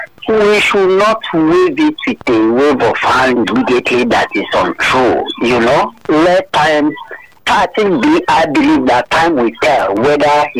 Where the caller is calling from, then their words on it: Lagos, Nigeria; I'm calling from Ikoto in Lagos.